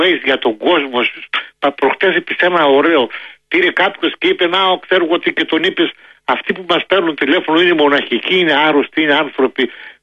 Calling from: Drama, Eastern Macedonia and Thrace, Greece; εδώ στα χωριά μας η Δράμα έχει πάρα πολύ νέκρα.

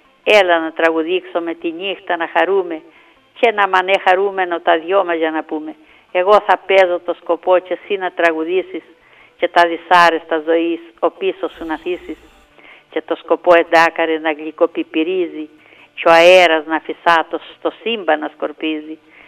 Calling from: Crete, Greece

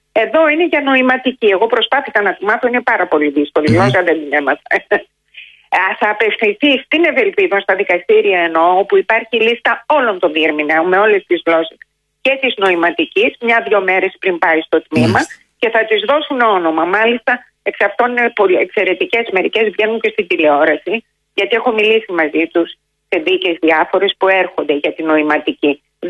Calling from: Greece; όχι ότι εγώ δεν είμαι Ελληνίδα

